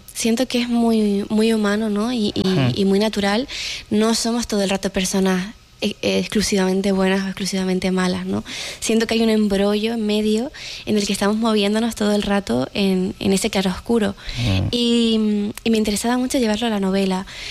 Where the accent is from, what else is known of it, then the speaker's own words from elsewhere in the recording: Lanzarote, Canary Islands, Spain; moved away as an adult; also born or lived in Madrid; mi vuelta a la isla de Lanzarote, ¿no? Yo estuve 9 años fuera, y regresar al lugar de donde naciste y creciste